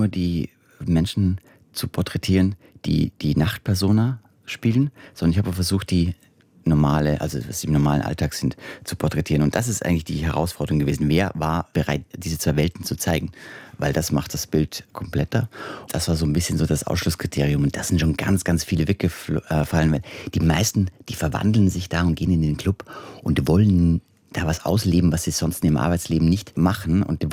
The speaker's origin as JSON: {"language": "German", "country": "Austria", "moved": "yes", "lives_now": "Berlin, Germany", "said": "also ich komme aus Österreich, also aus einer patriarchal geprägten, ne, christsozialen Welt, ne, wo Sex zwischen verschlossenen Türen stattfindet, in einer Ehe."}